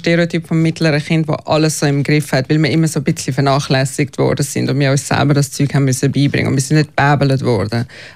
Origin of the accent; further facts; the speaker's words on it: Switzerland; als Schweizer